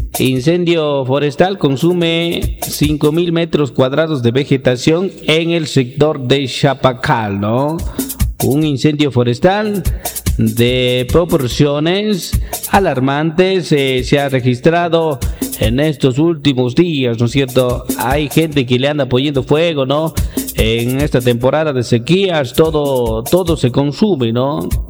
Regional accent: Ecuador; Todos lo llevamos a la contraria, ¿no? Así somos los ecuatorianos.

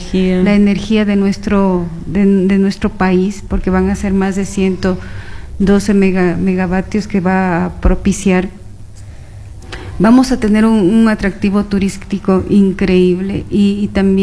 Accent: Sozoranga, Loja, Ecuador; En mi tierra, en Sosoranga, el bosque del Ceibal es precioso.

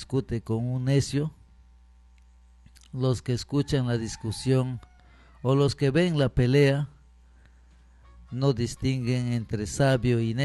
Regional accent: Peru

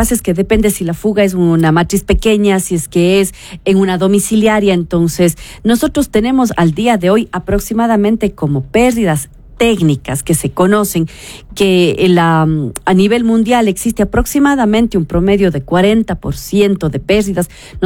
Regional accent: Cuenca, Azuay, Ecuador

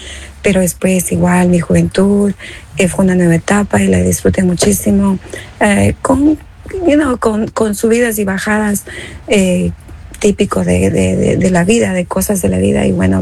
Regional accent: Cuenca, Azuay, Ecuador; now in United States; Yo crecí en la ciudad de Cuenca, yo ahora estoy en Estados Unidos ya como por 30 y algo de años.

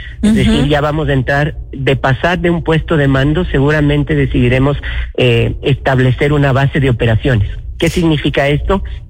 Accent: Quito, Pichincha, Ecuador; Nosotros somos de acá de Quito, conocemos del territorio

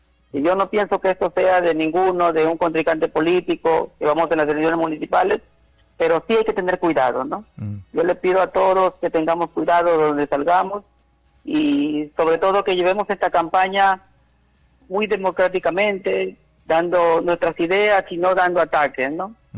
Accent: Mórrope, Lambayeque, Peru

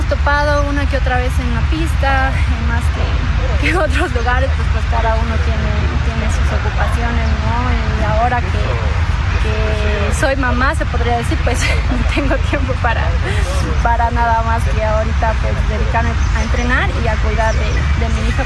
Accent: Ibarra, Imbabura, Ecuador; moved away as an adult; de mi tierra, en Imbabura

